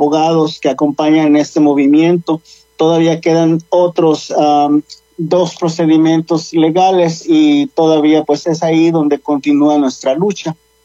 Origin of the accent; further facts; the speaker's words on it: Punta de Mita, Nayarit, Mexico; somos pobladores de aquí, de Punta de Mita